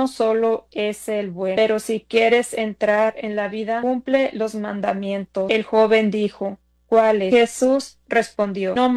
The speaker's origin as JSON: {"language": "Spanish", "region": "Jalisco", "country": "Mexico", "lives_now": "Moline, United States", "said": "Pertenezco a la comunidad de Moline, Illinois. Soy de México, del estado de Jalisco."}